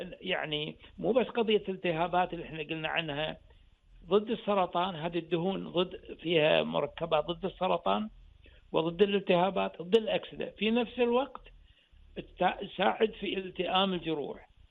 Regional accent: Kuwait; عندنا بالكويت

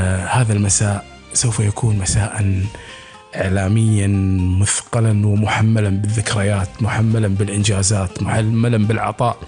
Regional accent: Kuwait; هذا الإعلام مصدر فخر بالنسبة لنا ككويتيين

